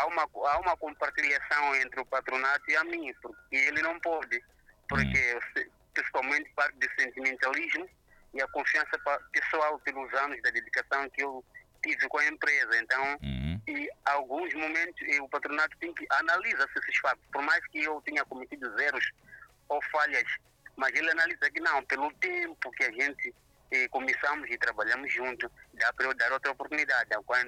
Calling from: Beira, Sofala, Mozambique; Falo da Beira Macuti, no consulado de Zimbabwe.

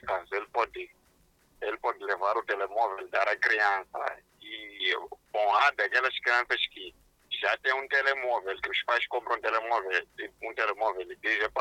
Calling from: Matola, Maputo, Mozambique; Eu falo da Matola.

